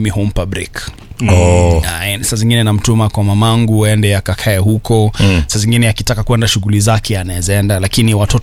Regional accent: Isiolo, Isiolo County, Kenya; moved away; also born or lived in Nairobi; Na huko ndiko nimelelewa sana utotoni. Kwa hivyo hadi nimalize standard 8, class 8 ya primary school nimeishi Isiolo.

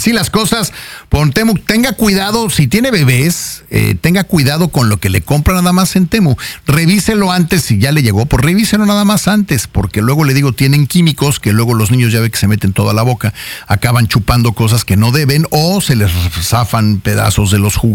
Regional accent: Mexico; para nosotros Mexicans, pues no, aliens Mexicans

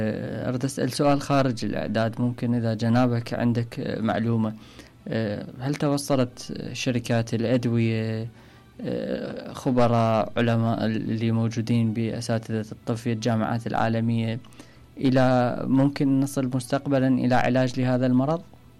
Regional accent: Iraq; احنا عندنا في العراق

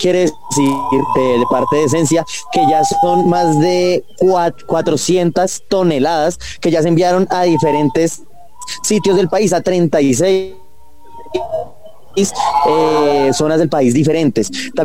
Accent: Bogotá, Colombia; me enorgullece mucho como colombiano y me enorgullece mucho también como bogotano.

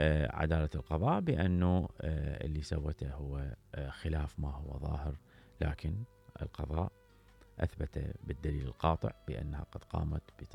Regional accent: Iraq; إحنا كعراقيين

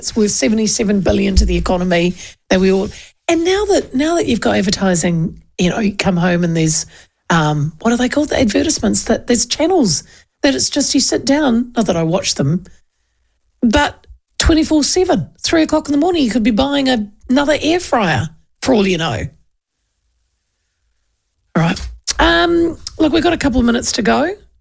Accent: Hastings, South East England, United Kingdom; I'm from Hastings.

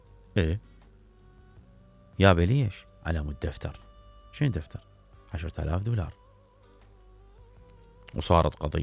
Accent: Iraq; فتخيلوا إلى أنه إحنا كمواطنين عراقيين لا نتأثر ولا نؤثر في بلدنا

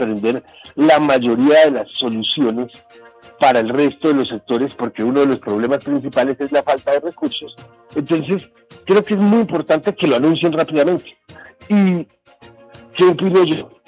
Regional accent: Colombia; yo soy colombiano, quiero que Colombia gane.

